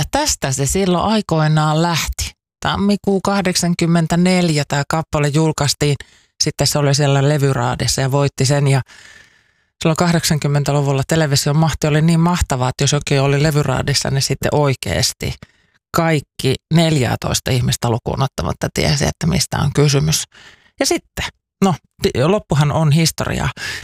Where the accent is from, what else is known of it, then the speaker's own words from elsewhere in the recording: Kainuu, Finland; ei meillä Kainuussa slummitaloja sillä tavalla ollut, autiotaloja kyllä